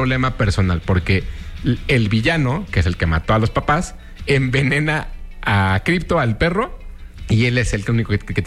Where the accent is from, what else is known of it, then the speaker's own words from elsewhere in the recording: Coyoacán, Mexico City, Mexico; Yo de Coyacán, de la del Carmen, Coyacán.